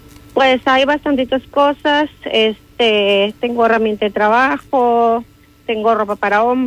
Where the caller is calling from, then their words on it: Bryan, Texas, United States